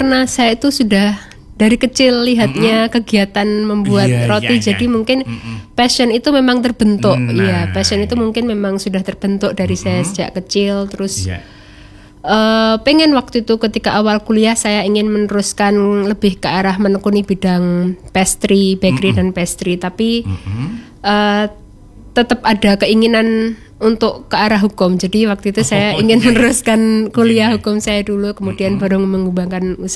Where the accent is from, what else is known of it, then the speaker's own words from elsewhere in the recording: Blitar, East Java, Indonesia; now in Malang, Indonesia; di Blitar, di kota saya awal. Awal tinggal